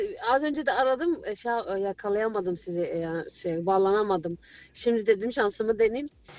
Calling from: Frankfurt, Hesse, Germany; ben Frankfurt'tan.

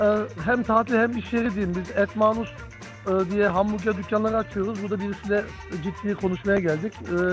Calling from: Cologne, North Rhine-Westphalia, Germany; Ama şu anda bir üç günle İstanbul'a geldim. Ama Köln'den katılıyorum normalde. Orada oturuyorum.

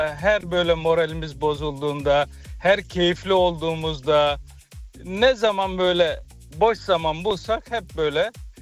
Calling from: Berlin, Germany; Berlin'den.

